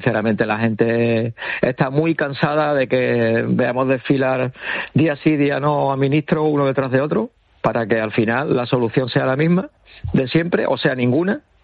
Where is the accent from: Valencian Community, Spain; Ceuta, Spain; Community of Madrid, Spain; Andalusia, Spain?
Ceuta, Spain; Como ciudadano ceutí, como ciudadano español